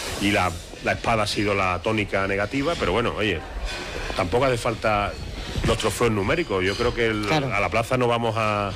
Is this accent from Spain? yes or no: yes; Seville, Andalusia, Spain; Yo soy sevillano.